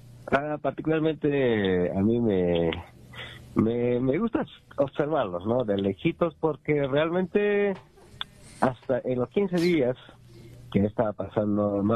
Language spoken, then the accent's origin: Spanish; Peru; No tienen idea que nosotros como peruanos tenemos